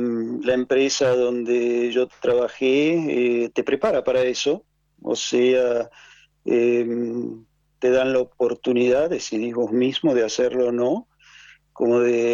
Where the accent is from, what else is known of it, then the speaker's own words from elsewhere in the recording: Argentina; moved away as an adult; Por intermedio de la empresa, yo salí de la Argentina, nunca me terminé de ir, digamos.